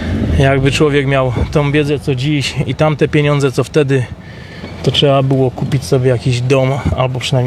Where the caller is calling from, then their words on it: Kraków, Lesser Poland, Poland; A że mieszkam w Krakowie